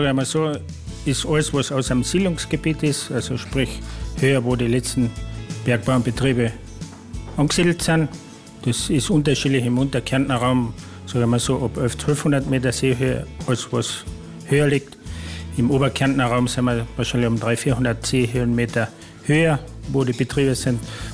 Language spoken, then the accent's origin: German; Görtschitz valley, Carinthia, Austria; Ich komme aus dem Gertschitzstall, aus Witting.